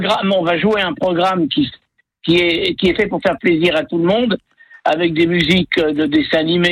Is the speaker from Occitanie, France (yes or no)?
no; Roanne, Auvergne-Rhône-Alpes, France; Nous sommes de Roanne et nous sommes pas très loin du bord de la Loire.